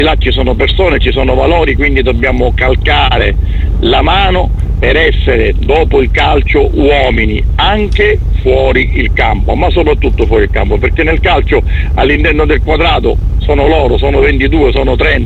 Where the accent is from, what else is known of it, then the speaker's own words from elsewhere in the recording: Catania, Sicily, Italy; detto da catanese, detto da siciliano